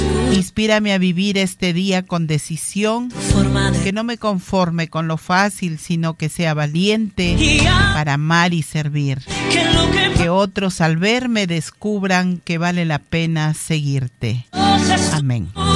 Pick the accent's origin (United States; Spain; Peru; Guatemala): Peru; como buenos peruanos y peruanas